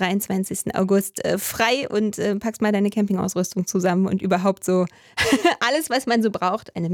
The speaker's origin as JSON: {"language": "German", "region": "Berlin", "country": "Germany", "said": "Ich bin ja auch Berlinerin"}